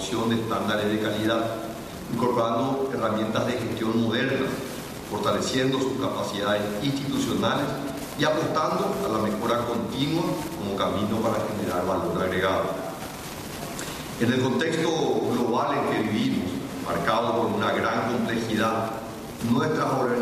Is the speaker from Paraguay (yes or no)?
yes; Paraguay